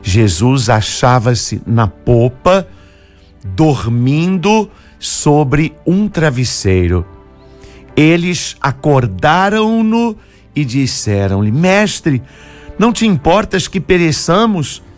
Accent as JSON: {"language": "Portuguese", "town": "Juiz de Fora", "region": "Minas Gerais", "country": "Brazil", "tie": "born or raised there", "moved": "yes", "lives_now": "Rio de Janeiro, Brazil", "said": "em Juiz de Fora, minha terra natal. Então dou graças, porque daqui a pouquinho, né, daqui a 2 horas e meia, eu estarei então completando 36 anos"}